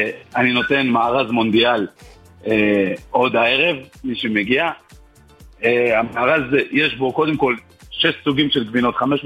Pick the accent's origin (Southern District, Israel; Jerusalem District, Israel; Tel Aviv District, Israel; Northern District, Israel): Jerusalem District, Israel; Jerusalem; moved away; אני ירושלמי במקור